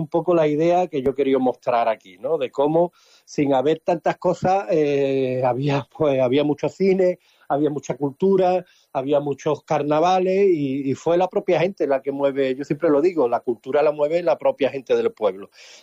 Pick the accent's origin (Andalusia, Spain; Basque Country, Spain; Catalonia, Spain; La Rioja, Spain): Andalusia, Spain; Tarifa